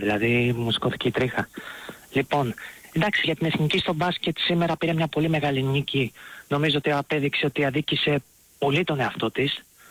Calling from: Kyllini, West Greece, Greece; από την Κυλίνη.

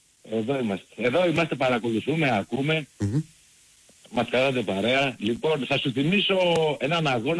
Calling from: Slovenia; από τη Σλοβενία. Από τη Σλοβενία

